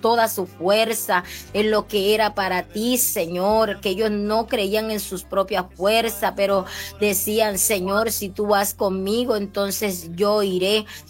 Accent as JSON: {"language": "Spanish", "country": "Colombia", "said": "anhelamos como colombiano una Colombia tranquila"}